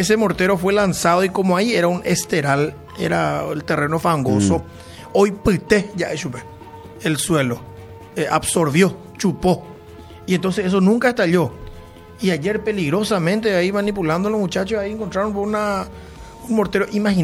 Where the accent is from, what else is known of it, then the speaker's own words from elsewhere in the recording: Luque, Central, Paraguay; Yo que soy de Luque